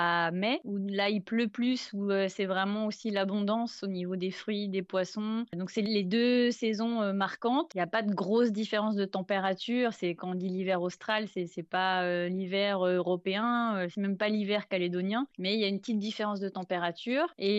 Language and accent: French; French Polynesia; also born or lived in Angers, France; je suis née à Angers, dans le Maine-et-Loire, dans l'Hexagone, et je suis arrivée jeune avec mes parents à Tahiti. Donc, je suis allée à l'école et après mon bac, je suis partie faire mes études dans l'Hexagone, mes études de journalisme, et juste après mes études, je suis revenue à Tahiti.